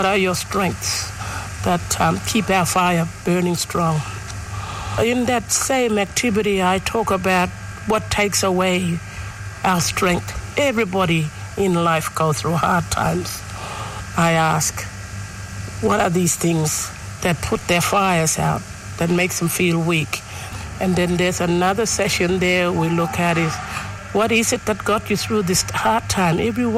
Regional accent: Tennant Creek, Northern Territory, Australia; I'm from Tennant Creek.

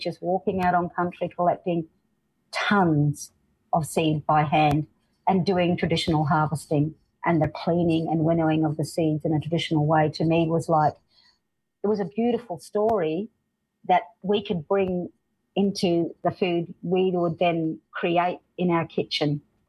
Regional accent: Mabantua, Northern Territory, Australia; we're from Mabantua

